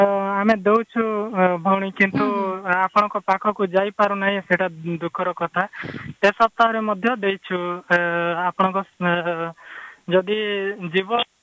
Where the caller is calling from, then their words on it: Narla, Odisha, India; ମୁଁ ଡୁମାଲୁଦି ନଡ଼ପୁର କଳାହାଣ୍ଡିରୁ